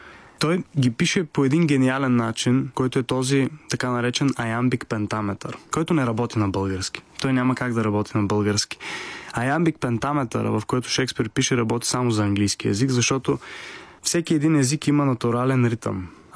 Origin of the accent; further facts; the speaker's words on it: Targovishte, Targovishte Province, Bulgaria; Аз съм от Търговище, малко градче